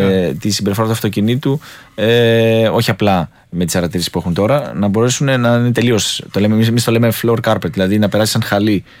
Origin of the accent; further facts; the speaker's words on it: Nea Smyrni, Attica, Greece; Μεγάλωσα στη Νέα Σμύρνη.